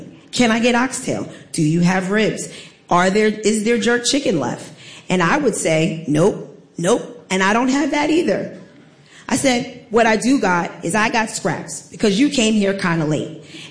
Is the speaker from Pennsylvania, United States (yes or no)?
no; Staten Island, New York, United States; I'm from Staten Island, but I'm an 8th generation direct descendant from Sandy Ground.